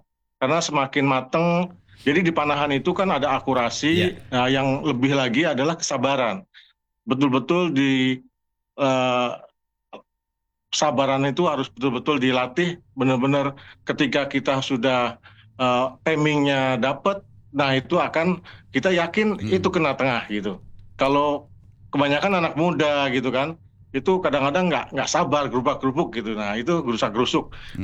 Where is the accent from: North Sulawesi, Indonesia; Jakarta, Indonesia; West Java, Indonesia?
Jakarta, Indonesia; Klub dan DKI gitu kan, DKI karena saya dari DKI.